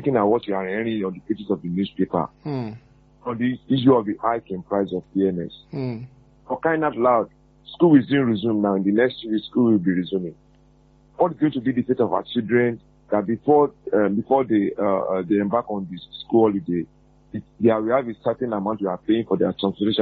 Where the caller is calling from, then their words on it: Ibadan, Oyo, Nigeria; calling from Apata.